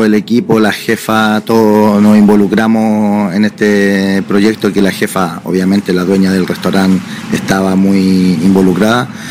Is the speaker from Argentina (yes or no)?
no; Chile; now in San Sebastián, Spain; ya sabe que llevo años en la cocina y que soy chileno